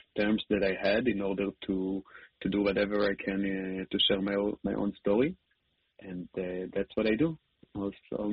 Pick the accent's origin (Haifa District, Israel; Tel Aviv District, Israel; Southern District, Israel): Tel Aviv District, Israel; Holon; the club that he goes in Holon, my hometown.